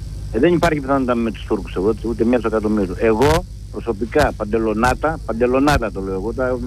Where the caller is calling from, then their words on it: Greece; Επειδή είμαι Έλληνας